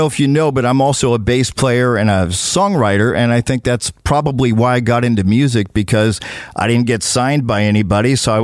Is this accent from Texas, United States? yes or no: no; California, United States; I grew up in the East Bay.